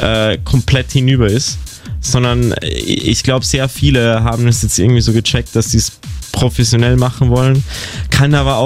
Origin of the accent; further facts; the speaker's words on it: Tyrol, Austria; now in Berlin, Germany; ich komme ja aus Tirol, Österreich, da ist der Winter, ja, vom Wetter her zumindest um einiges schöner.